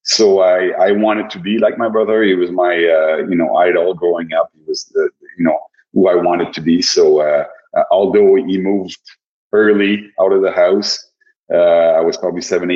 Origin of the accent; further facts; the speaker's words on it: Laval, Quebec, Canada; I was born in Laval, Quebec, up until 12 years old.